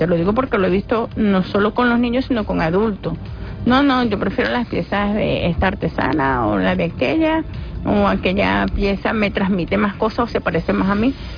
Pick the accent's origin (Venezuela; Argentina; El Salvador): Venezuela; nuestra identidad como venezolanos y venezolanas